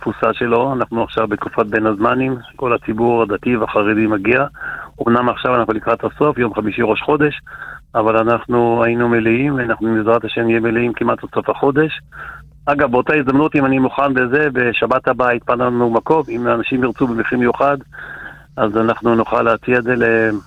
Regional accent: Nir Etzion, Haifa District, Israel; אני בן המקום, נולדתי פה.

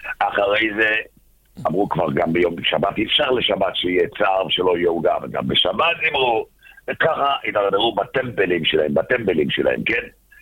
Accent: Jerusalem, Jerusalem District, Israel; אני גדלתי בשכונת בית ישראל בירושלים.

